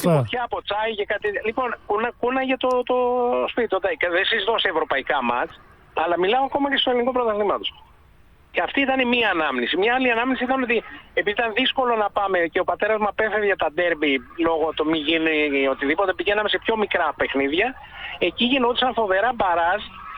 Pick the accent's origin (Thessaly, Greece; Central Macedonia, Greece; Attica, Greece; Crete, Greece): Attica, Greece; Athens; Κοίτα, είναι 2 στενά, είμαι πίσω από τη Γαδά ουσιαστικά, Πανόρμο και Αλεξάνδρας.